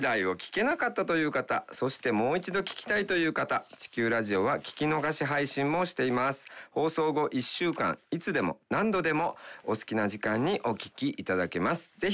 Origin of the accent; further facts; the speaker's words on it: Shobara, Hiroshima, Japan; moved away; 広島市じゃない、広島県の、はい、現在は庄原市というところになってしまいましたが、そう、島根県に面したところなので、はい、うちの町を降りたら奥出雲っていうところで